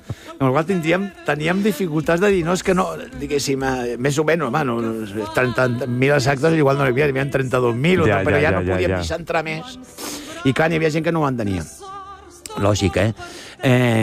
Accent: Barcelona, Catalonia, Spain; born there; Jo que sóc nascut a Hostafrancs

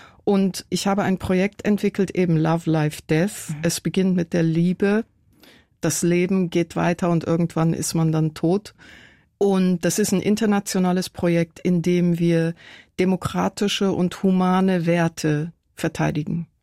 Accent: Iran; Die Männer in meiner Heimat, vor allen Dingen Männer im Iran, die den Iran regieren.

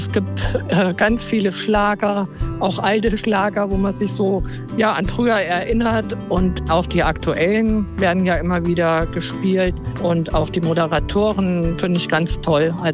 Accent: Grebenau, Hesse, Germany; Das ist ganz in der Nähe von meinem Heimatort Grebenau.

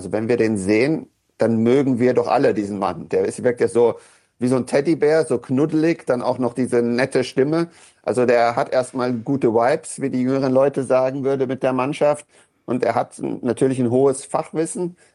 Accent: Frankfurt, Hesse, Germany; Ich bin ja Frankfurter und bin aufgewachsen, dass man die Eintracht aus Frankfurt liebt und bei den Bayern Schadenfreude empfindet.

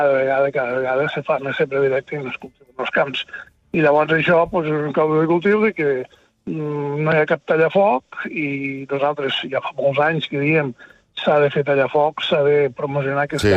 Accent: Catalonia, Spain; jo soc de l'Illa, el Pla d'Urgell

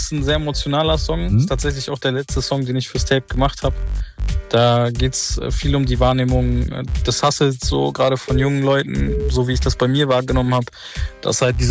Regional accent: Bremen, Germany; aber Bremen ist jetzt, obwohl es meine Heimatstadt ist

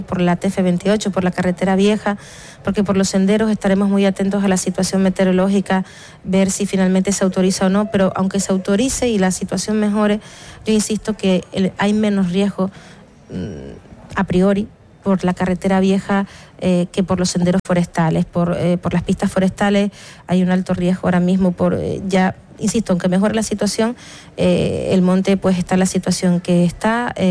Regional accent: Canary Islands, Spain; identidad como canario

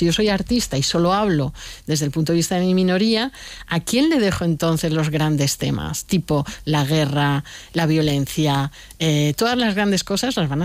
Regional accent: Alicante, Valencian Community, Spain; Yo creo que primero porque soy de Alicante, porque no es vivo en Madrid

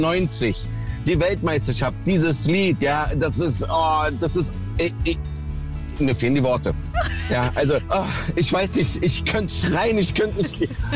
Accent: Calabria, Italy; now in Berlin, Germany; Also wir kommen gebürtig aus Kalabrien.

